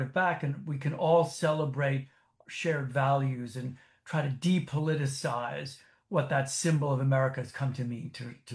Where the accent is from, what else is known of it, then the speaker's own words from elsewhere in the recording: New York City, New York, United States; now in Austin, United States; I grew up in New York City.